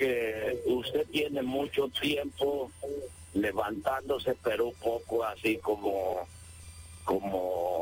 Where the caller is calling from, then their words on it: Ensenada, Baja California, Mexico; Yo vivo en Ensenada y ando ya aquí en Maneadero trabajando